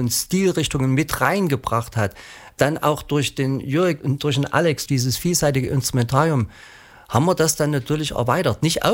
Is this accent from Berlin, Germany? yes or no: no; Plauen, Saxony, Germany